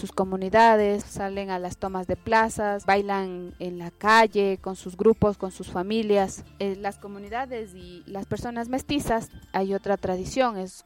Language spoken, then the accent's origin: Spanish; Ibarra, Imbabura, Ecuador; moved away; yo soy de Ibarra